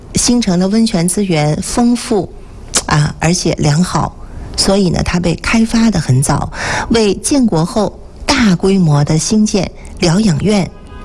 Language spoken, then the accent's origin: Chinese; Northeast China, China; 咱作为东北人